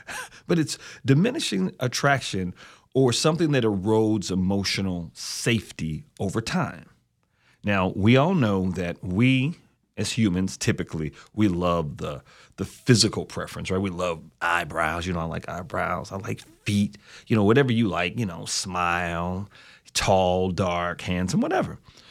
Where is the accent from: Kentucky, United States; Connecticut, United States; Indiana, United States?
Kentucky, United States; Louisville; I grew up in Louisville.